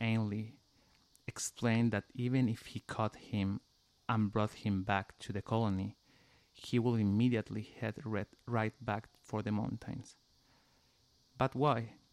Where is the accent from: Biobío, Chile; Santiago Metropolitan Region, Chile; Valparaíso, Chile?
Santiago Metropolitan Region, Chile; Santiago; accent: Chilean Spanish; English is a second language; moved away; I am from Santiago, Chile. … soy de Santiago, de Chile.